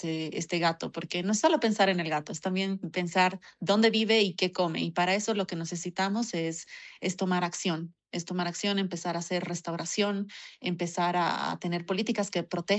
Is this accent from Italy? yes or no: no; Bolivia; Somos bolivianos